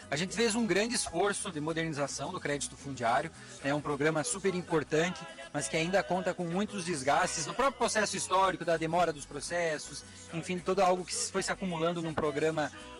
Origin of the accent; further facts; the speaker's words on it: Santa Catarina, Brazil; also born or lived in Lages, Santa Catarina; eu sou de Santa Catarina, sou do meio oeste de Santa Catarina, mas fiz minha vida, faculdade de agronomia e tudo mais em Lages, na Serra de Santa Catarina.